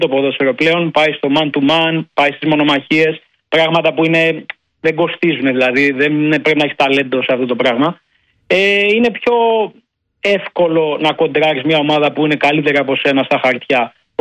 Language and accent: Greek; Greece; εμείς οι Έλληνες